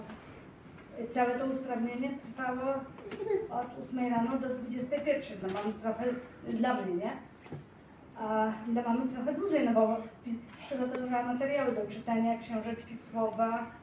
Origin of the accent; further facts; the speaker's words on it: Łódź, Łódź Voivodeship, Poland; No i tata pojechał do Łodzi, bo jestem z Łodzi.